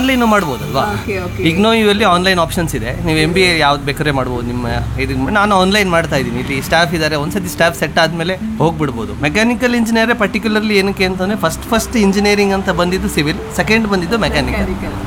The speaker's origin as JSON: {"language": "Kannada", "town": "Shivamogga", "region": "Karnataka", "country": "India", "tie": "born or raised there", "said": "ನಾನು ಶಿವಮೊಗ್ಗದವನೇ. ನಾನು ಇಲ್ಲಿ ಜೆ ಎನ್ ಎನ್ ಸಿಯಲ್ಲಿ ಮೆಕ್ಯಾನಿಕಲ್ ಇಂಜಿನಿಯರಿಂಗ್ ಮಾಡಿ"}